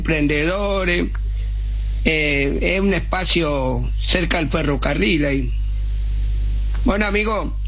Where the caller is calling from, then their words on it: Oliveros, Santa Fe, Argentina; Soy de Olivero